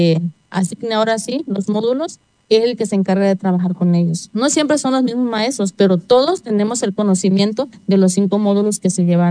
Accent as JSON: {"language": "Spanish", "area": "Cochoapa", "region": "Guerrero", "country": "Mexico", "tie": "born or raised there", "said": "soy originaria de Cochuapa, pero estoy trabajando aquí como docente en el Bachillerato Intercultural Plantel 08 Zacualpan."}